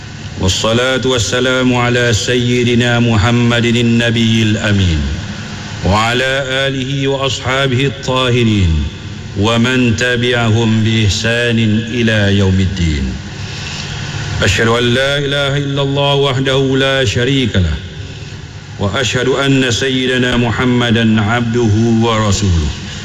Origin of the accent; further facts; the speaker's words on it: Malaysia; اللهم اجعل بلدنا ماليزيا آمنا مطمئنا